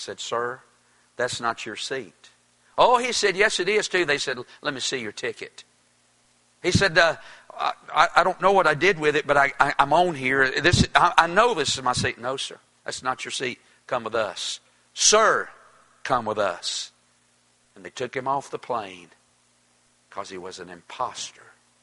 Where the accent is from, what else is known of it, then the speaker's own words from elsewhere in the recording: Toast, North Carolina, United States; I'm from Toast, North Carolina. I ain't been nowhere much in my life.